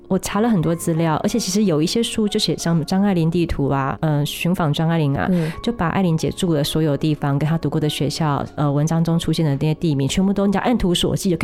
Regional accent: Taiwan; 我说我从台湾来

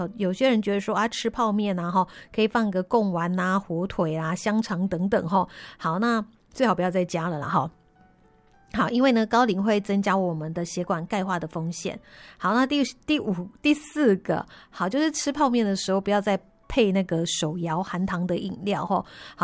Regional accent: Taiwan; 我们台湾人

